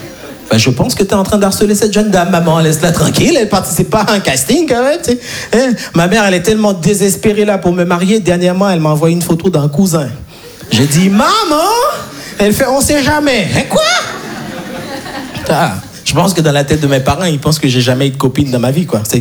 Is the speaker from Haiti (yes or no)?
yes; Haiti; moved away as an adult; now in Paris, France; je suis né et grandi en Haïti